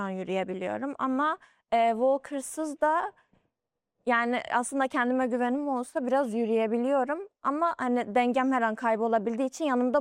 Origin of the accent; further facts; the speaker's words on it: Kahramanmaraş, Turkey; Hocam 6 Şubat 2023 yılında Kahramanmaraş'ta deprem oldu biliyorsunuz ki o depremde ara tatil için memleketime gitmiştim.